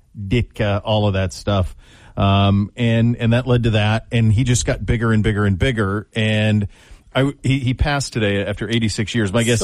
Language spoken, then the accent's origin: English; Montana, United States; So, as is well documented, I grew up in Montana, and we did not have NFL teams in our vicinity.